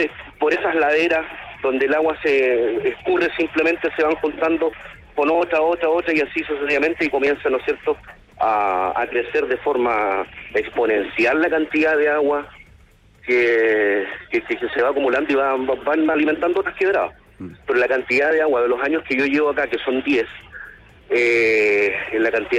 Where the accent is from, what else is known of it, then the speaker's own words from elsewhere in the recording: Araucanía, Chile; No, de hecho yo soy del sur, yo soy de la Araucanía, estoy acá por trabajo.